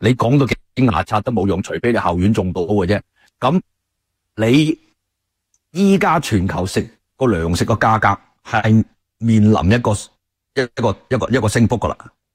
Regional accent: Canada

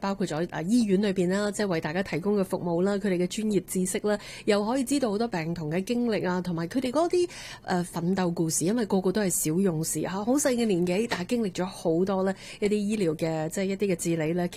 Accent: Canada

